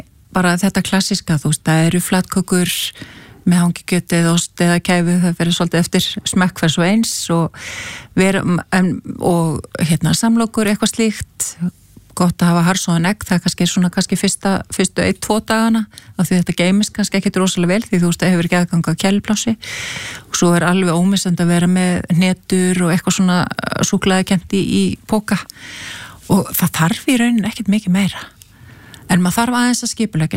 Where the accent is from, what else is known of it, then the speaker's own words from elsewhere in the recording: Mosfellsbær, Capital Region, Iceland; þá var ég að stýra svona verkefni upp í Mosfellsbæ, mínum heimabæ um heilsueflandi samfélag